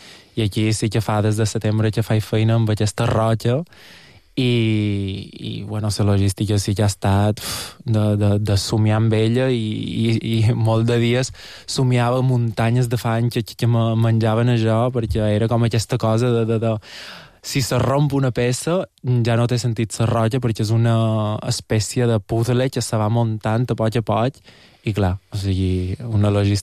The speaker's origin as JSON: {"language": "Catalan", "town": "Portocolom", "region": "Balearic Islands", "country": "Spain", "said": "Era allà on jo soc de Portocolom i vaig molt a Sallà"}